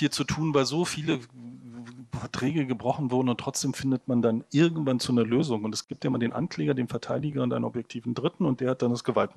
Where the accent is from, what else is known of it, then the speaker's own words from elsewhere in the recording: East Germany, Germany; als Ostdeutscher